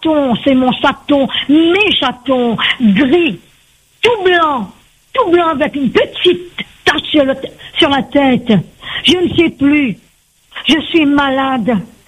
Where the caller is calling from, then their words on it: Le Tampon, Réunion; j'habite au Tampon.